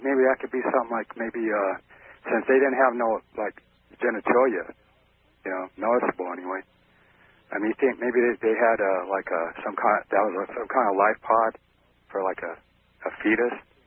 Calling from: San Diego, California, United States; from San Diego.

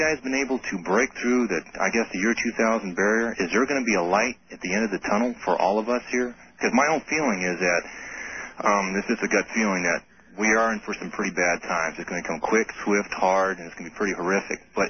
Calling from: Fallon, Nevada, United States; I'm from Fallon, Nevada.

